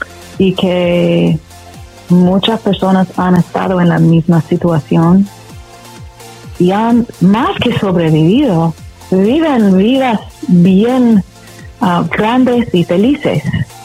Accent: Arizona, United States; Spanish is a second language; Yo crecí en Arizona y pasé un poco tiempo en México

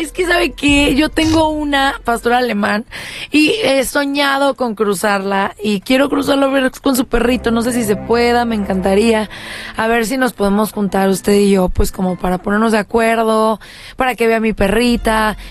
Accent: Mexico; Ay, pues yo soy de México.

